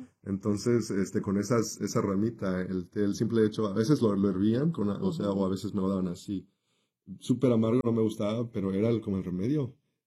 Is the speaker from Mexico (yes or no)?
yes; Mexico; moved away; I've been bitten by scorpions many times because when I grew up in Mexico, there was a lot of them.